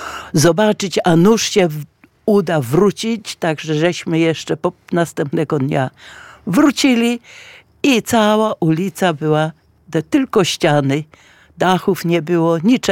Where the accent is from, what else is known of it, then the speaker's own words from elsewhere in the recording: Warsaw, Masovian Voivodeship, Poland; Ja jestem warszawianką, urodziłam się na Sadybie. Powstanie przeżyłam w Warszawie